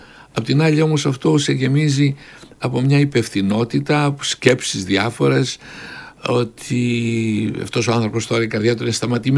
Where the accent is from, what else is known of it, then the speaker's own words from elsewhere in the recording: Polichnitos, North Aegean, Greece; Γεννήθηκα λοιπόν στο Πολυχνίτο της Λέσβου. Έκανα εκεί τα μαθητικά μου χρόνια, τα γυμνασιακά.